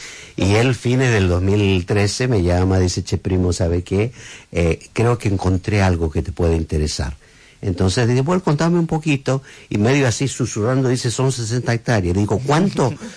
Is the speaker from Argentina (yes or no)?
yes; Argentina; Soy argentino